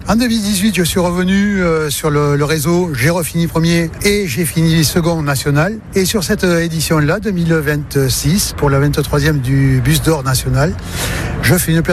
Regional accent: Bordeaux, Nouvelle-Aquitaine, France; born there; Donc je suis né à Bordeaux il y a une soixantaine d'années.

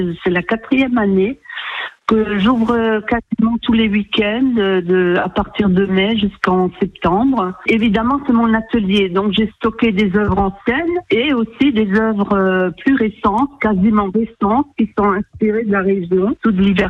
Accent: Grand Est, France; born there; Et je suis née en Moselle.

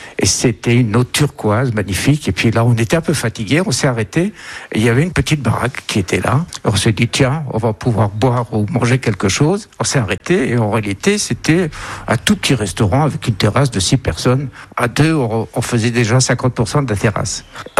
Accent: Grand Est, France; moved away as an adult; now in Dordogne, France; moi, je suis originaire de Lorraine et le Luxembourg était à 15 km avec une superbe piscine.

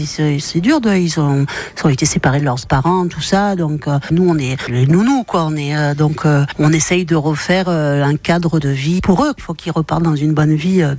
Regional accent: Mont-de-Marsan, Nouvelle-Aquitaine, France; moved away; Je suis partie de Mont-Marsan, ça fait plus de 10 ans maintenant.

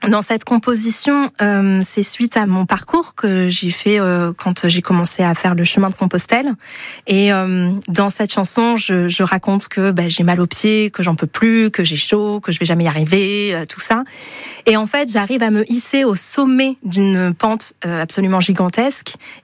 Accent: France; also born or lived in Rwanda; now in Dordogne, France; je suis autrice, compositrice, interprète franco-rwandaise. Je viens de Pona

